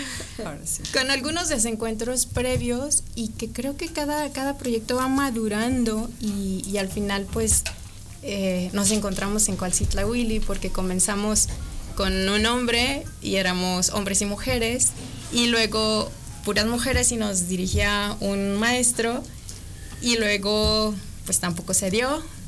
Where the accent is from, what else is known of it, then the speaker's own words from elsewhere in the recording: Nochistlán, Zacatecas, Mexico; now in Aguascalientes, Mexico; soy de Nochislán, Zacatecas. Pero ya tengo viviendo en Aguascalientes 31 años, así que ya esta es mi casa.